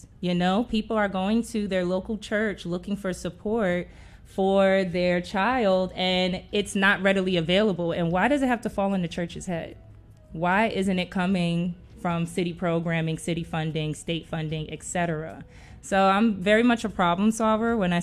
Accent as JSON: {"language": "English", "town": "New York City", "region": "New York", "country": "United States", "tie": "born or raised there", "moved": "yes", "lives_now": "Memphis, United States", "said": "So y'all, I'm from New York. I'm from Queens. You know, that's the most diverse city in the world."}